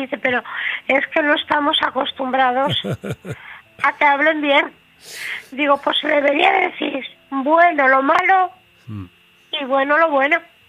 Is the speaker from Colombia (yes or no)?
no; Santander, Cantabria, Spain